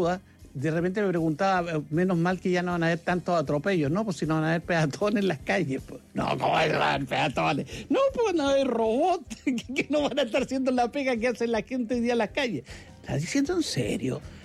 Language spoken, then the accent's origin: Spanish; Argentina; Nosotros, mira, ni siquiera somos iguales entre nosotros, los argentinos